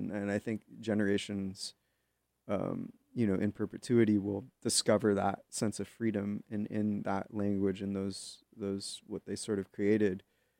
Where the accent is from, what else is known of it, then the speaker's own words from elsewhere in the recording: California, United States; I grew up outside of San Francisco, but I always wanted to live here.